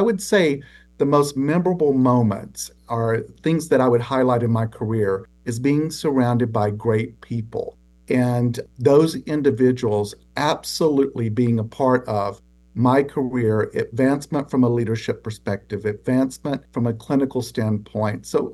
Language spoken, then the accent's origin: English; Tennessee, United States; I started out at the bedside as an emergency department nurse in a critical access hospital located in my hometown in Tennessee.